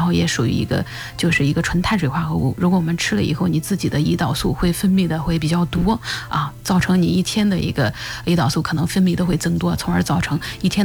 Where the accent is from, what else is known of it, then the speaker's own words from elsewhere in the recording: Henan, China; 像我们河南这边的饮食